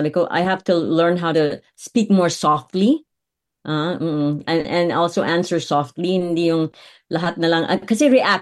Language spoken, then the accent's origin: Tagalog; Iloilo City, Western Visayas, Philippines; I'm from a very loud family, like I'm from Iloilo, and my mom's side, they're all very loud.